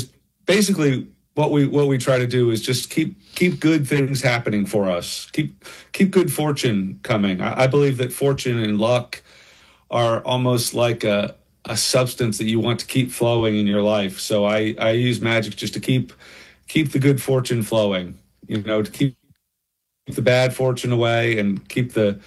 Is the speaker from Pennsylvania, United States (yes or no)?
yes; Pennsylvania, United States; moved away as an adult; No, I'm originally from Pennsylvania.